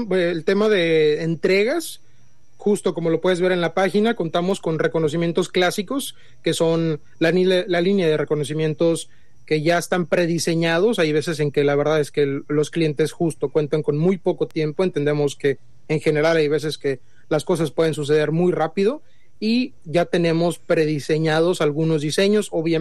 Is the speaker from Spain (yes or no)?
no; Mexico; como mexicanos nuestra obligación es preservar nuestra cultura y nuestras tradiciones